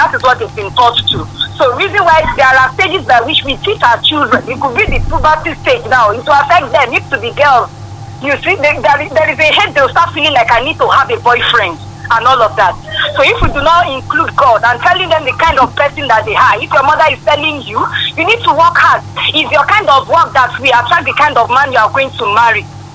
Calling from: Ibadan, Oyo, Nigeria; calling from Ibadan.

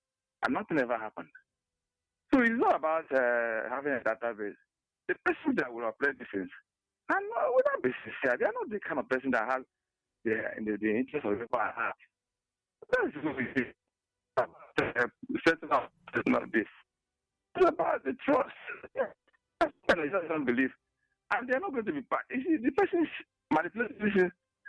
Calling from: Enugu, Enugu State, Nigeria; I'm calling from Enugu.

